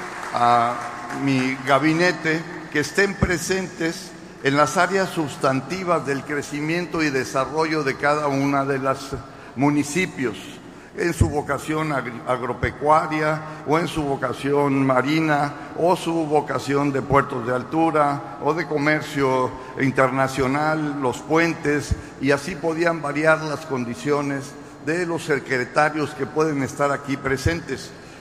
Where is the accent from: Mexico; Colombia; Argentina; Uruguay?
Mexico; somos humanistas mexicanos porque compartimos historia, porque compartimos cultura, costumbres, alimentación, religión, idioma, y nos identificamos como una gran nación que es esta nación mexicana